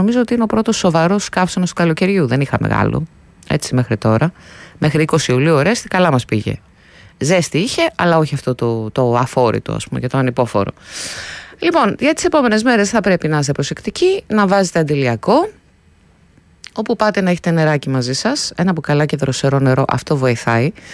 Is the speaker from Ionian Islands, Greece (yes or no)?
no; Central Macedonia, Greece; στην πατρίδα μου πάνω στη Χαλκιδική είχαμε σοβαρά τροχαία